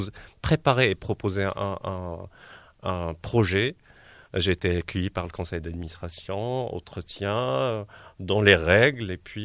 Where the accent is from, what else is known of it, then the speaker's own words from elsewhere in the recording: Morocco; born there; first language Arabic; French is a second language; moved away; né marocain.